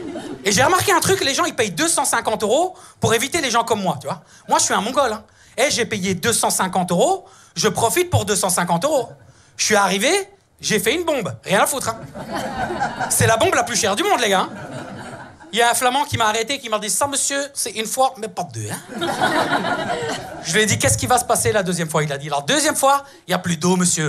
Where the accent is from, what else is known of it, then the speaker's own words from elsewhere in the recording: Italy; Moi, je croyais en cette belle phrase, tu vois, je suis italien, hyper romantique, l'amour n'a pas de prix